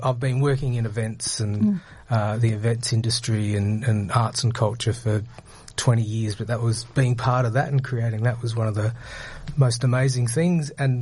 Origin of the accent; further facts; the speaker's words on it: Port Pirie, South Australia, Australia; moved away as an adult; I grew up in Port Pirie.